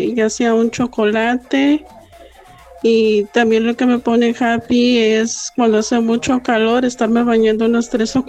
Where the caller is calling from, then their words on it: Cadereyta, Mexico; desde Cadereyta